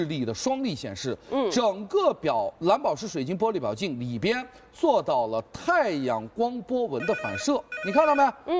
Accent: China; 所以麦穗在我们中国人的心目当中也有一点叫做硕果累累。

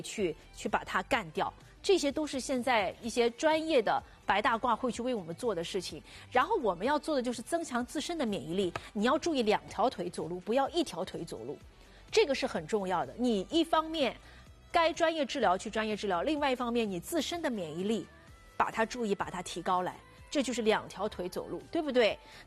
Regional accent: Jiangxi, China; now in Shanghai, China; 回到老家一起出去玩，我们老家爬庐山啊什么的

